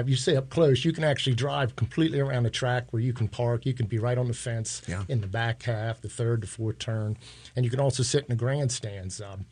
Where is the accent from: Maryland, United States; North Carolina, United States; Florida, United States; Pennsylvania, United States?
Maryland, United States; Frederick County; I was born and raised in Frederick County.